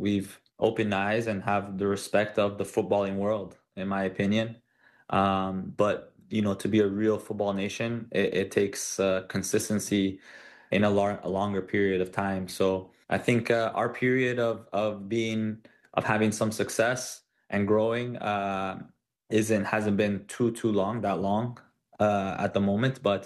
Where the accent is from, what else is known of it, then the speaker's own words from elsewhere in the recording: Ontario, Canada; playing for my city, my hometown city, is it's something, you know, not many footballers get to say